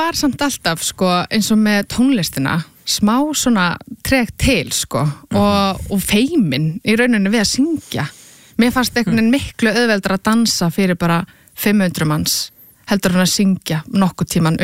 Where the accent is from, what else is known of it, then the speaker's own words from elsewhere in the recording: Garðabær, Capital Region, Iceland; Herru, ég að mestu leiti uppalinn í Garðabæ og gekk þar í grunnskóla og menntaskóla.